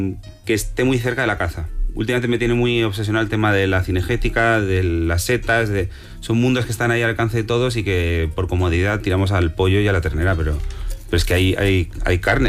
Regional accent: Basque Country, Spain; como vascos que somos

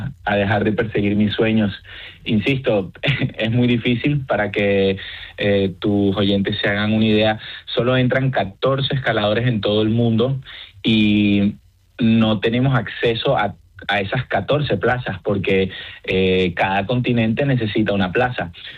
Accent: Caracas, Capital District, Venezuela; born there; Vale, bueno, primero quisiera aclarar que aunque soy, o sea, que nací en Caracas, soy españ

